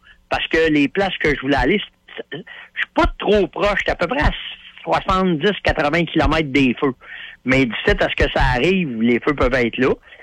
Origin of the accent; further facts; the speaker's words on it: Canada; Tu sais, je disais, ben, je viens du Canada.